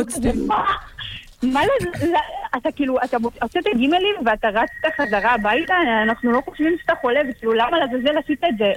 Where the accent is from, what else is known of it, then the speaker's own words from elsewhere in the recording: Yavne, Central District, Israel; הוא רצה להוציא גימלים, אנחנו מיבנה, והביקור רופא הקרוב היה באשדוד.